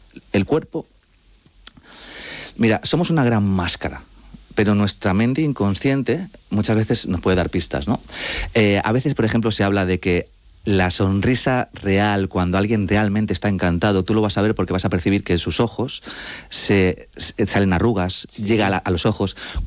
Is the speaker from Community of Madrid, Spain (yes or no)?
yes; Madrid, Community of Madrid, Spain; te he dicho ya que soy madrileño